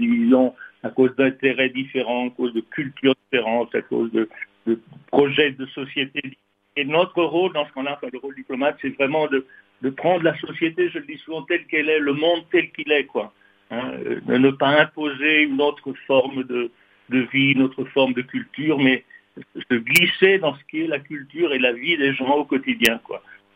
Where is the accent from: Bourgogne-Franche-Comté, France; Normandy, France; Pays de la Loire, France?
Pays de la Loire, France; moved away as an adult; also born or lived in Rome / Peru / Zaire / Switzerland; j'ai quitté la Vendée, ma Vendée natale, en 1976, pour y revenir définitivement en 2000